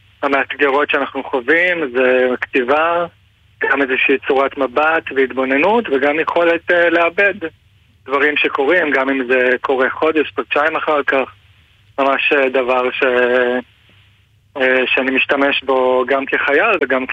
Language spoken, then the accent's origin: Hebrew; Southern District, Israel; moved away as an adult; now in Nahariya, Israel; בדיוק עברתי לנעריה. אני נולדתי וגדלתי בקיבוץ רביבים. אני חבר בתנועת תרבות, חי פה בקיבוץ עירוני.